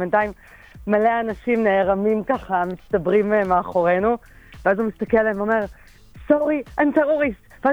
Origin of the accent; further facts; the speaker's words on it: Haifa, Haifa District, Israel; now in Givatayim, Israel; אני חיפאית במקור